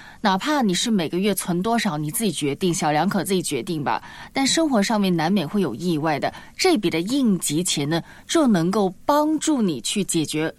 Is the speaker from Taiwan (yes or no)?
no; China; 其实呢我们中国人存钱这个习惯的根深蒂固。